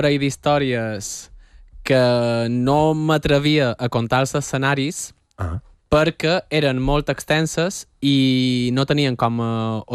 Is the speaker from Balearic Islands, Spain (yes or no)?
yes; Balearic Islands, Spain; accent: Mallorcan; He d'advertir que ja som mallorquí i el meu català ara s'està filtrant perquè m'entengueu.